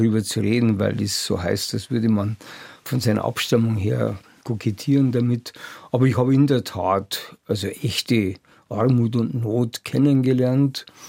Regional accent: Bavaria, Germany; moved away as an adult; now in Munich, Germany; dass ich dann also in München hier so als Niederbayer mehr oder weniger als rückständig eingruppiert wurde.

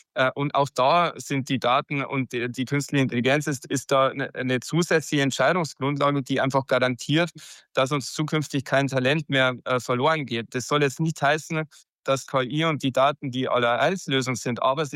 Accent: Germany; als Deutscher

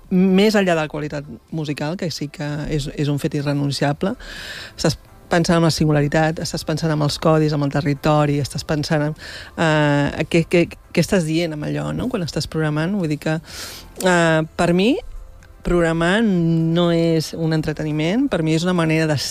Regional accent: Barcelona, Catalonia, Spain; moved away as an adult; now in Empordà, Spain; jo sóc de Barcelona, visc a l'Empordà, des que sóc director del festival

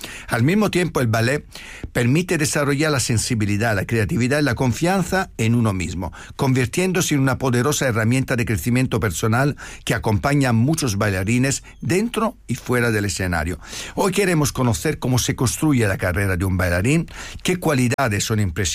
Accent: Francavilla Fontana, Apulia, Italy; now in Madrid, Spain; que además es de mi pueblo, de Francavilla Fontana. Así que hoy un programa de emociones, de pasión, y hasta con un paisano de mi pueblo que ha acabado como yo en Madrid.

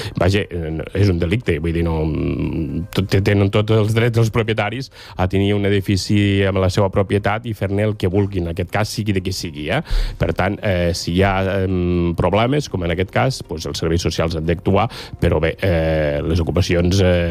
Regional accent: Balaguer, Catalonia, Spain; Balaguer, que és el meu poble

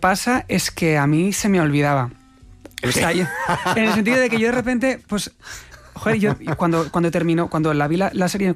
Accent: Catalonia, Spain; yo, que interpreto a Dalí, soy catalán

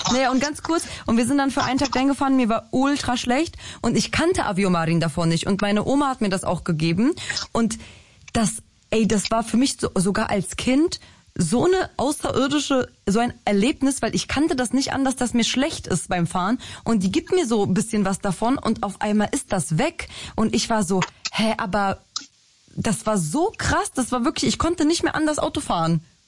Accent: Greater Poland, Poland; Wir kommen so aus Wielkopolska, das ist so im Westen, bisschen Norden und du bist in so 2 Stunden an der Ostsee.

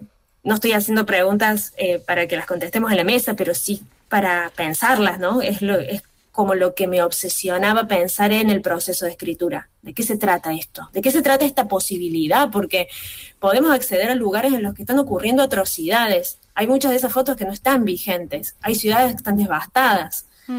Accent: Argentina; Indistinto, estando en Argentina y siendo argentina, no habiendo vivido en otro lugar, y llegar a la BPS.

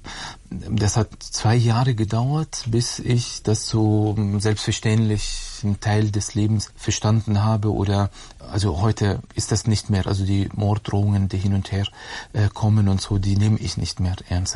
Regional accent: Germany; Und dann habe ich ihm gesagt, auf Arabisch habe ich geantwortet, ich komme aus Deutschland. Ich wusste auch nicht, was ich genau sage, aber meine Eltern sind Palästinenser.

